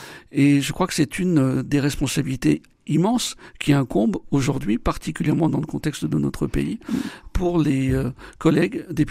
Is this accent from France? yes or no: yes; Saint-Étienne, Auvergne-Rhône-Alpes, France; Alors j'ai été député de la Loire, je suis stéphanois, j'ai été député de la Loire de 2017 à 2022